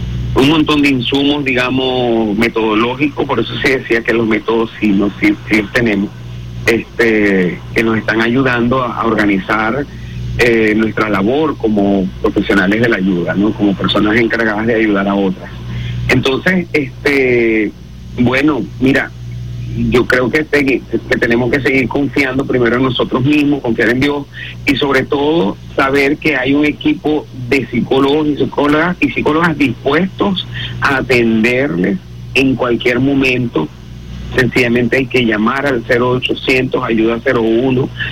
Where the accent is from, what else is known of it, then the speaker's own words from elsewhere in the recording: Venezuela; Y también es importante saber que incluso como venezolanos y venezolanas no estamos solos, ¿no?